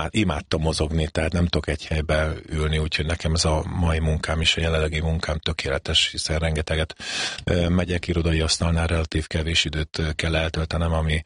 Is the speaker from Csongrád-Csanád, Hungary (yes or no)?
yes; Szeged, Csongrád-Csanád, Hungary; born or raised there; moved away as an adult; also born or lived in Székesfehérvár / Barcelona